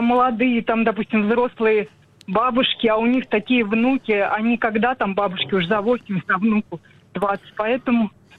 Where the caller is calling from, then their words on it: Kamyshin, Volgograd Oblast, Russia; я из города Камышино.